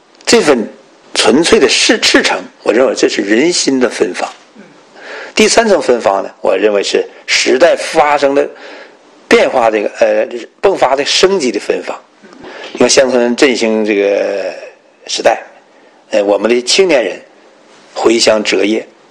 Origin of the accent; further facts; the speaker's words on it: Jilin, China; 我们吉林